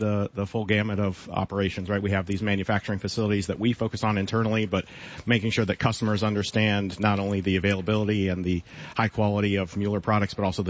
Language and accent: English; Champaign, Illinois, United States; I grew up in the Midwest. I grew up in Champaign.